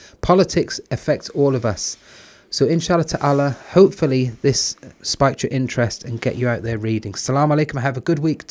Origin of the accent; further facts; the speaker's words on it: United Kingdom; born there; Now I'm 59, Zafar. I was born and bred. I'm white British.